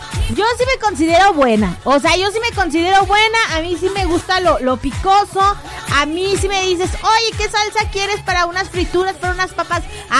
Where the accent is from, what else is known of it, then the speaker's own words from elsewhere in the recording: Mexico; Yo como buena mexicana